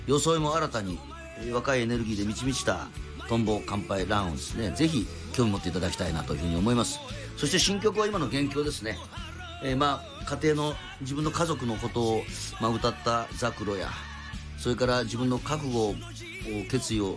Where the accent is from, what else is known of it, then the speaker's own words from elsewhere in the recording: Kagoshima, Japan; moved away; 鹿児島帰った時かなり指宿に行くんですよ。